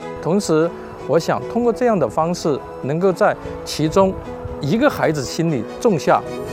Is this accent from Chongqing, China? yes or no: yes; Chongqing, China; 我是土生土长的重庆人